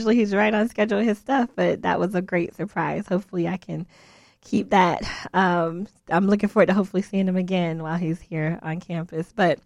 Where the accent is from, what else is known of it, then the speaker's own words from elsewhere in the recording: Florida, United States; I grew up in Florida, so I grew up going to Disney as a child